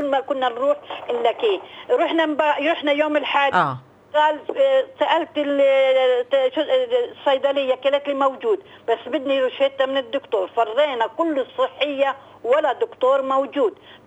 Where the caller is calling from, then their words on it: Beit Sahour, Bethlehem Governorate, Palestine; بتحكي معك مواطنة من بيت صحوف